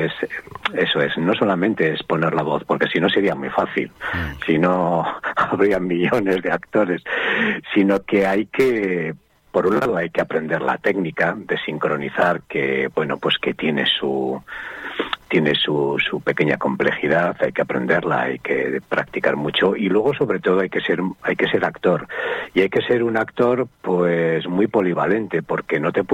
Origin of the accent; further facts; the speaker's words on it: Castro Urdiales, Cantabria, Spain; Claro, yo soy de Cantabria, soy de Castrurdiales, y a través de unas personas pues me enteré que en el País Vasco